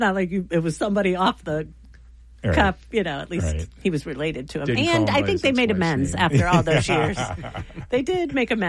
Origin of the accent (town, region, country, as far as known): Mount Vernon, Ohio, United States; born or raised there